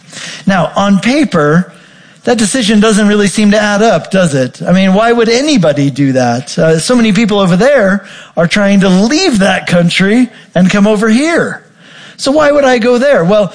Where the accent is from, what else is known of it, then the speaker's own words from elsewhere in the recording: Colorado, United States; I grew up in Colorado.